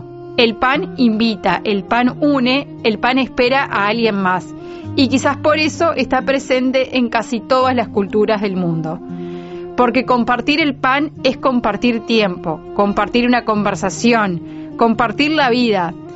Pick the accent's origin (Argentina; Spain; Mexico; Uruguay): Uruguay; born there; Los descendientes de armenios que nacimos en Uruguay tomamos mate, nos gusta el asado, somos muy uruguayos como cualquiera